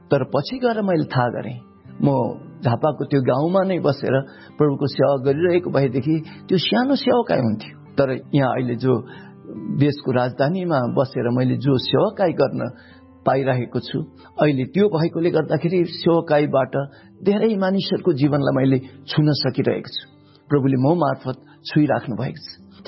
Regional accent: Jhapa, Koshi Province, Nepal; moved away as an adult; now in Kathmandu, Nepal; झापा मेरो गृह जिल्ला यानि गाउँमा फर्के पछाडि

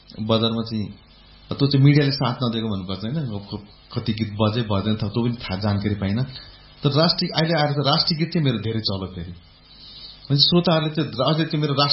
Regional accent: Biratnagar, Koshi Province, Nepal; मेरो घर विराटनगर हो

